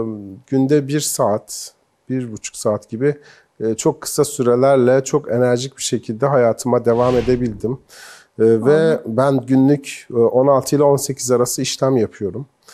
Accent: Gaziantep, Turkey; Memleketim Gaziantep bu arada.

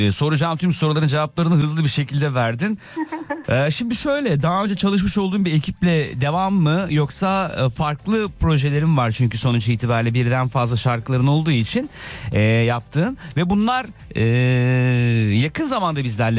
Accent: Nizip, Gaziantep, Turkey; Ben bu arada Antepliyim, fıstığı gelir. Nizipliyim kütük olarak aslen baktığımızda.

